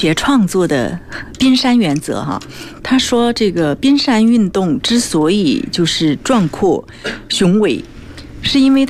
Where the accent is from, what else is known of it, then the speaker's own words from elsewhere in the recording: China; 然后印度人他对于时间的概念为什么跟我们中国人是不一样的。